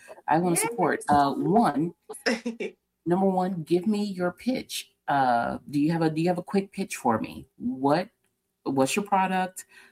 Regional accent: Memphis, Tennessee, United States; now in Columbia, United States; when I was growing up in Memphis

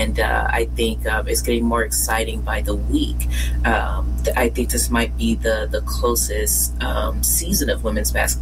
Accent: Tennessee, United States; I'm from Tennessee.

